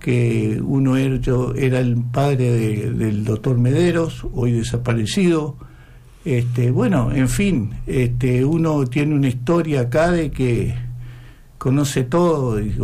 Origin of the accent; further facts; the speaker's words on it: Florida, Uruguay; now in Tacuarembó, Uruguay; yo vengo de una familia de más de 100 años de transporte, que yo vine de Florida, pero que yo incursioné acá a la ciudad de Tacuarembó